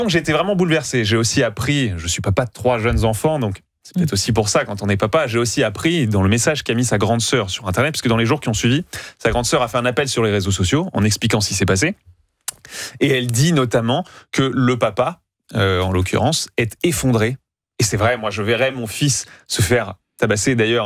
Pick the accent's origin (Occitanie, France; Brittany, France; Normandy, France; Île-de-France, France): Normandy, France; Bon, je suis normand, donc je connais bien Rouen